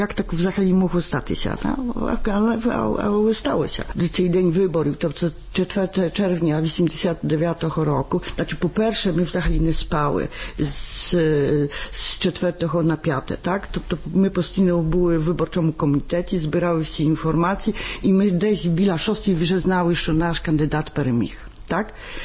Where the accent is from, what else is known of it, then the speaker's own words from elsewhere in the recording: Poland; ми, тобто Поляки